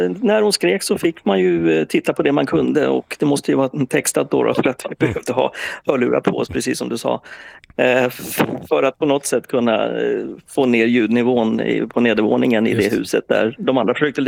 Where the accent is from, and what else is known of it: Täby, Stockholm County, Sweden; born or raised there